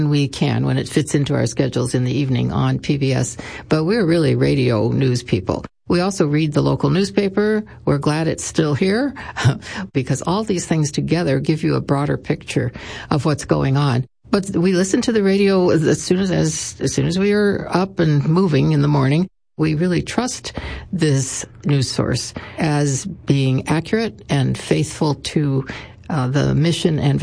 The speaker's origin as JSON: {"language": "English", "town": "Lincoln", "region": "Nebraska", "country": "United States", "said": "from Lincoln."}